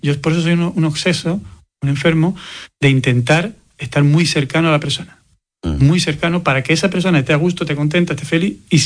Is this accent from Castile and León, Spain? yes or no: no; San Fernando, Andalusia, Spain; muy feliz con el Club Deportivo San Fernando, con el equipo de mi pueblo donde soy presidente, y la verdad que ahora estoy centrado muy en eso, entre Barcelona y la Isla de León.